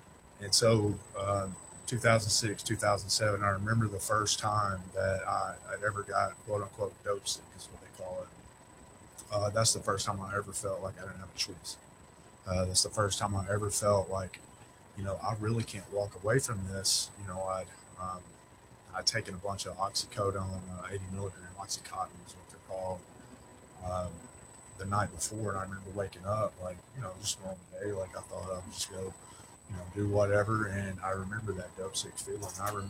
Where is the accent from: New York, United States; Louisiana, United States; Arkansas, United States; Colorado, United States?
Arkansas, United States; Fort Ice; So I was raised in South Arkansas, a little town called Fort Ice. Go Red Bugs.